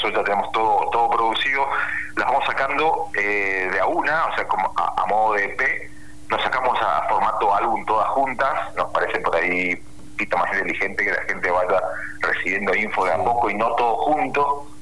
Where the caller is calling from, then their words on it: Posadas, Misiones, Argentina; Somos 4 músicos, somos de Posadas